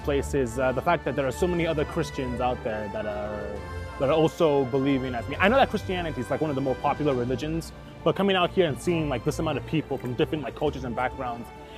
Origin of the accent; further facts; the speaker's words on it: Nigeria; also born or lived in United Kingdom; Oh yeah, I am from the UK. I came here from the UK, yeah. But I'm Nigerian.